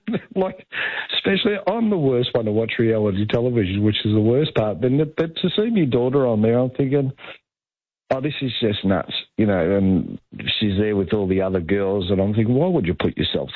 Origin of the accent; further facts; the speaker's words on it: Gippsland, Victoria, Australia; we're from Gippsland